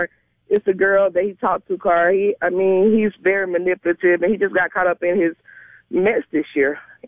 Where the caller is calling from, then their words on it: Long Beach, California, United States; I'm calling from Long Beach.